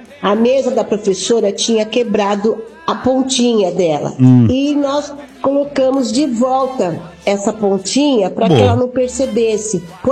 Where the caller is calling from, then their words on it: Brazil; sou do Horto Florestal